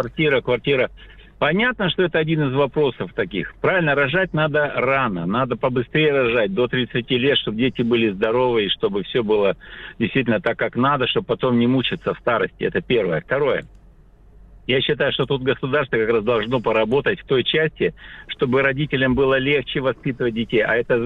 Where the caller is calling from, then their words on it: Sakhalin Oblast, Russia; Я с Сахалина.